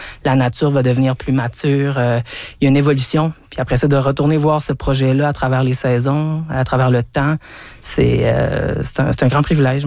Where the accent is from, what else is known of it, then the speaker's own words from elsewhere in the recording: Alma, Quebec, Canada; moi, bon, je viens d'Alma, puis on habitait proche du parc Falaise.